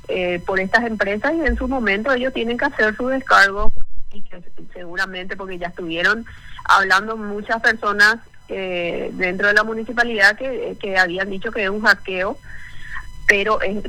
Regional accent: Paraguay; nosotros, como pueblo paraguayo, el fútbol es la pasión del pueblo, del país.

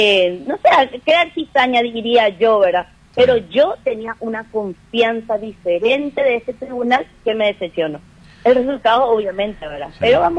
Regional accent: Asunción, Paraguay; yo no soy de acá. Yo vengo de Asunción.

